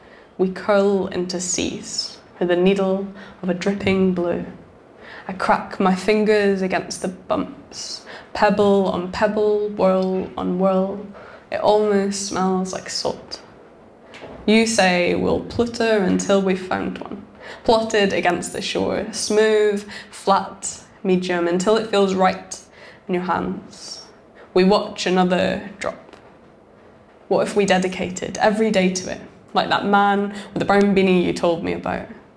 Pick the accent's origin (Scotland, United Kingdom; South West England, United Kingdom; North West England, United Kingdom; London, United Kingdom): Scotland, United Kingdom; I grew up in Scotland. And sometimes I really miss going back